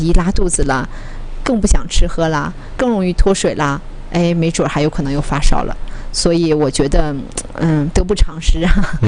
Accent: China

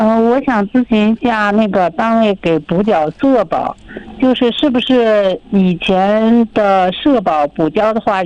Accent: Hohhot, Inner Mongolia, China; 我是呼和浩特的。

